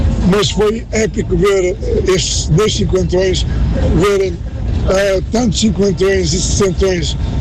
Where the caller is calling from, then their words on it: Porto, Norte, Portugal; Eu sou do Porto.